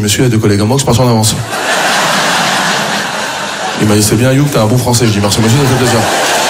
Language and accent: French; France; Non, je suis fier de mes origines et je suis fier d'être français, moi aussi. Je suis un bon français, je suis fier d'être français sur ça.